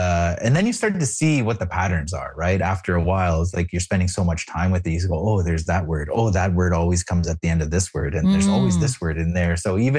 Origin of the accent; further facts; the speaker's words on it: Toronto, Ontario, Canada; born there; I was fortunate that my mom, like I was born in Toronto, you know, but I grew up in community.